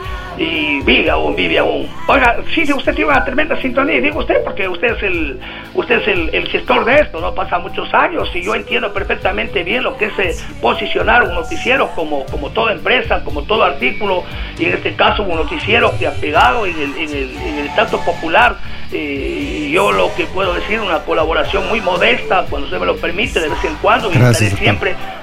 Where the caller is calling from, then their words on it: Ecuador; como ecuatorianos